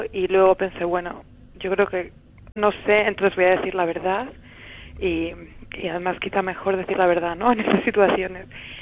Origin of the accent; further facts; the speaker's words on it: Madrid, Community of Madrid, Spain; Yo habiendo crecido en Madrid y siendo española